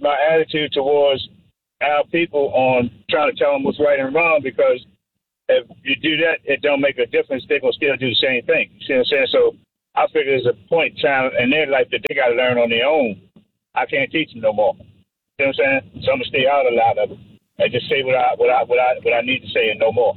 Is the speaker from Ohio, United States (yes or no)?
no; Baltimore, Maryland, United States; I'm from Baltimore, Carl.